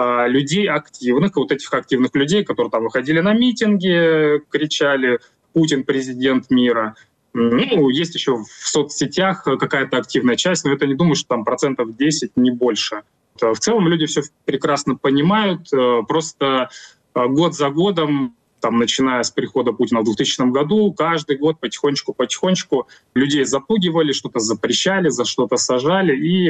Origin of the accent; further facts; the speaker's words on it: Russia; moved away as an adult; я сам россиянин, и я до 25 года жил в России